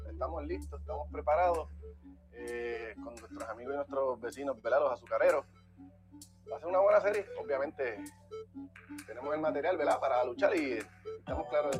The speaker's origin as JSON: {"language": "Spanish", "town": "Patillas", "country": "Puerto Rico", "said": "el equipo es del pueblo, de mi pueblo de Patillas"}